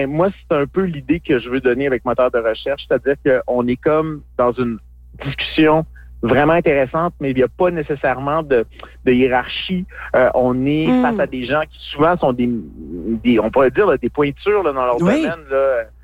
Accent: Saguenay, Quebec, Canada; moved away; je viens du Saguenay, puis j'ai étudié là longtemps.

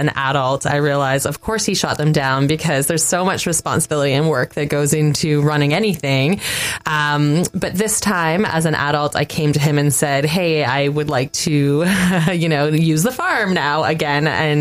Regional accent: Haliburton, Ontario, Canada; I was born and raised here in Haliburton and lived on a beautiful farm on Ritchie Falls Road

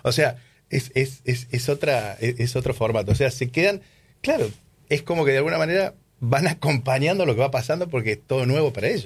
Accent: Argentina

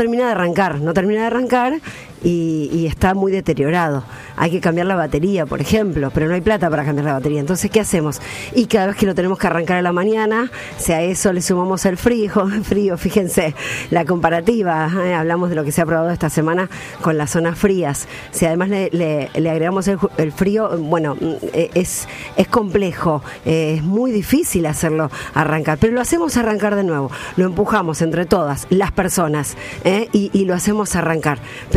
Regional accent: Argentina; así somos los argentinos.

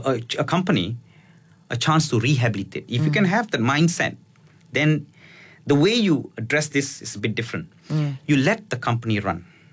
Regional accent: Malaysia; we as Malaysian

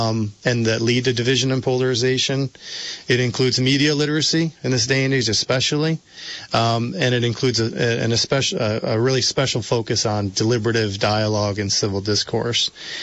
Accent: New York, United States; I grew up in New York State. We had Regents exams.

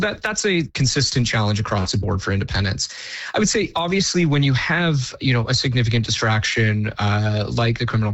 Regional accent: Innisfil, Ontario, Canada; I grew up in Innisfil, which is a, you know, pretty small town. It was even smaller when I was growing up there.

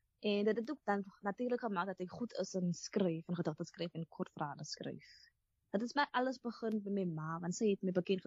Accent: Atlantis, Western Cape, South Africa; now in Atlantis, South Africa; by die skool het hulle vir my gevra van waar is ek, en sê, ek is van Atlantis, ek bly in Island Place, ek bly in die kort

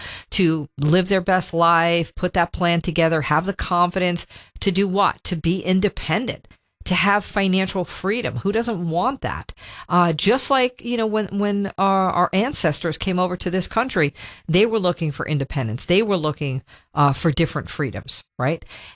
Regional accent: New York, United States; growing up in New York

